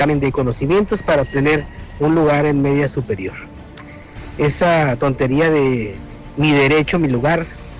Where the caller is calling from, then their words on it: Baja California, Mexico; Yo vivo en Sánchez Tahuala